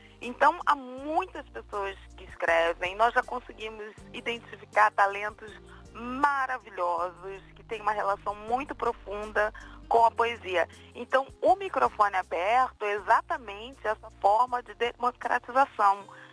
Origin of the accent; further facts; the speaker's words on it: Brazil; moved away as an adult; now in London, United Kingdom; Eu sou brasileira e moro em Londres há mais de 20 anos.